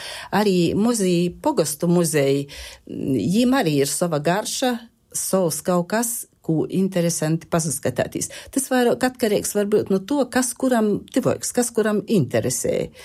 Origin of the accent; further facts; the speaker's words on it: Latgale, Latvia; first language Latgalian; Latgola ir mana dzimto puse. Latgaļies runāju savā motis tāva valūdā. Latgaļies arī atsagrīžos pēc studējām strodot.